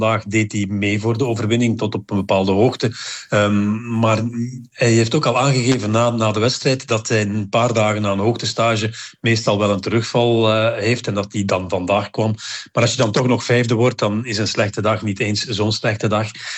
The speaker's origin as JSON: {"language": "Dutch", "country": "Belgium", "said": "Dus als Belg"}